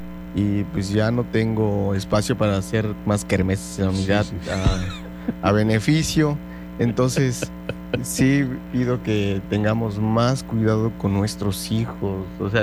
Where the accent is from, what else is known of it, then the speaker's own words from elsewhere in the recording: Mexico; Yo soy mexicano